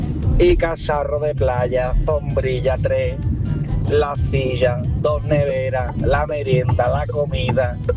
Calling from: Jerez de la Frontera, Andalusia, Spain

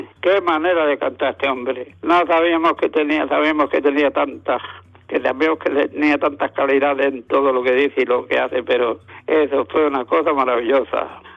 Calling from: Almuñécar, Andalusia, Spain; de Almuñécar, gerente de esta pequeña y grande empresa llamada La Peña del Aguacate.

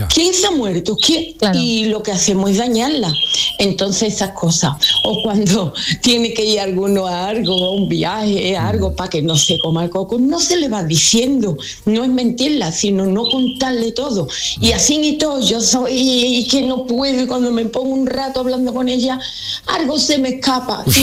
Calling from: Dos Hermanas, Andalusia, Spain; de Dos Hermanas.

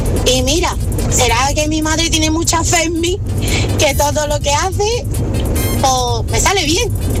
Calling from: Seville, Andalusia, Spain; de Sevilla.

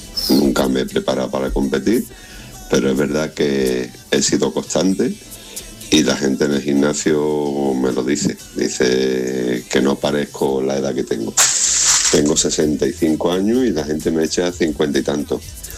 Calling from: Málaga, Andalusia, Spain; de Málaga.

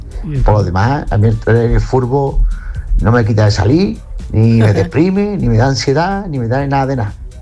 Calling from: Cádiz, Andalusia, Spain; de Cádiz.

